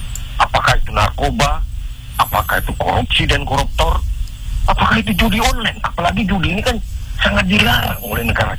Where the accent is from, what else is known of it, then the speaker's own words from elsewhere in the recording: Samarinda, East Kalimantan, Indonesia; Saya di Kalimantan Timur, Pak, minta maaf ya, saya di Samarinda, saya anak Samarinda.